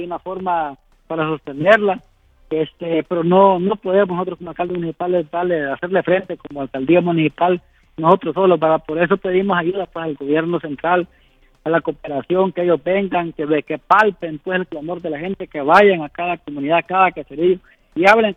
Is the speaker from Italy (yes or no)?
no; Honduras; que como municipio pues que somos parte de Honduras, pues, y ya que somos frontera con El Salvador